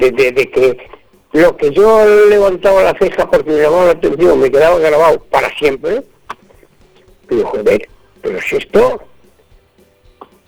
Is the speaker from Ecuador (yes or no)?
no; Cejas de Aliste, Castile and León, Spain; now in Rabanales de Aliste, Spain; yo no soy de Rabanales. Yo soy de Cejas de Aliste.